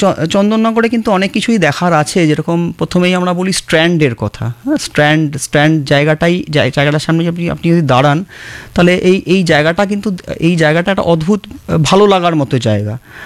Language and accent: Bangla; Kolkata, West Bengal, India; সবাই কিন্তু কলকাতায় আমরা ছোটোবেলা থেকেই আছি, আমাদের স্কুল কলেজ সব চাকরিস্থল সবই এই শহরে